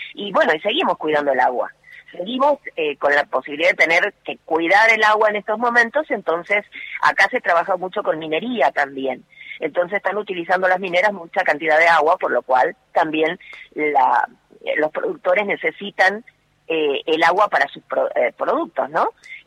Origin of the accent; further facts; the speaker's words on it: San Juan, Argentina; Bueno, mi provincia es San Juan.